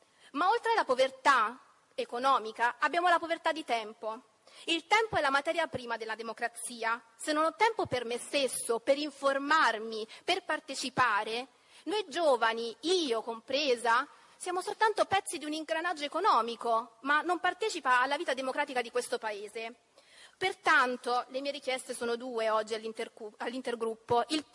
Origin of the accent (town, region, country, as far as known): Belvedere Marittimo, Calabria, Italy